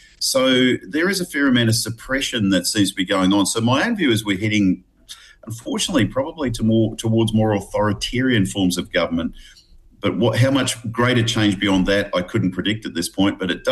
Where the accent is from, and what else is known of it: Australia